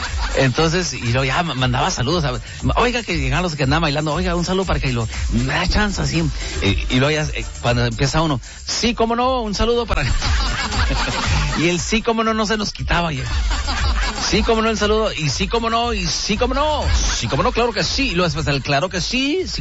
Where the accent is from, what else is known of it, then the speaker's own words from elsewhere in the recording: Chihuahua, Mexico; No, pues que yo vengo de Chihuahua.